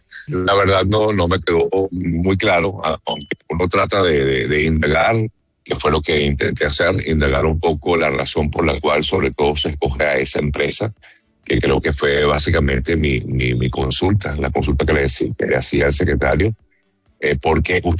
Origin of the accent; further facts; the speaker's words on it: Venezuela; siendo venezolano